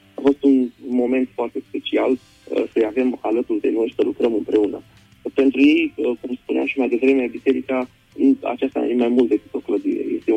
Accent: Romania; Noi venim din România cu scule profesionale, cu șuruburi pentru lemn, ca să putem lucra mai eficient.

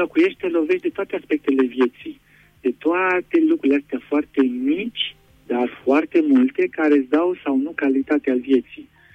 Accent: Romania; now in Paris, France; noi ca români tindem să venim spre biserică

